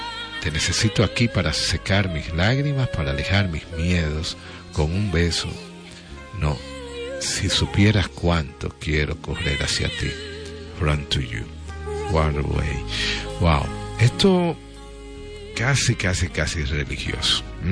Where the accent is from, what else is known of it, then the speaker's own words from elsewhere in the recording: Dominican Republic; somos dominicanos también.